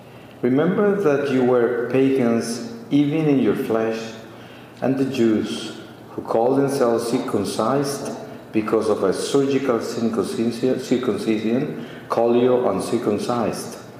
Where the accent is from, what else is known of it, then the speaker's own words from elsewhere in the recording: Colombia; also born or lived in Bogota; I am from Colombia. I was born there, and I was part of a Catholic family. I grew up in a Catholic family in the countryside, coffee growers town. And when I was a teenager, at age 14, I was sent to Bogota, the capital, to finish my high school education.